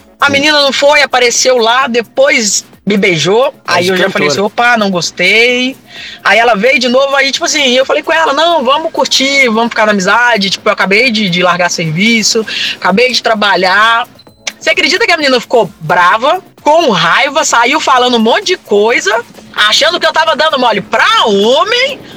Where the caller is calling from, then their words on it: Belo Horizonte, Minas Gerais, Brazil; sou de BH.